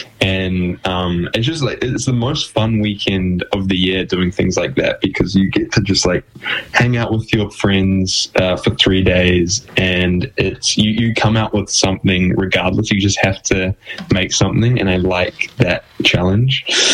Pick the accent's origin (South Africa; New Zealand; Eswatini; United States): New Zealand; Gisborne; I was known as the drawing kid, which like isn't, you know, as a child in Gisborne isn't like the most the coolest title to have.